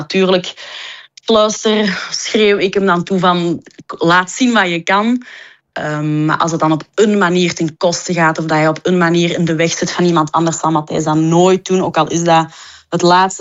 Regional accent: Flanders, Belgium; ik ben een echte Vlaamse

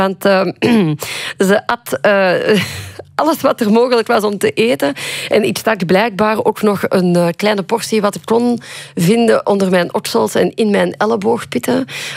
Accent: Limburg, Netherlands; also born or lived in India; ik ben opgegroeid in Limburg en ik woon nu in de grote of naast de grote stad. En ik heb heel veel liefde voor waar ik ben opgegroeid.

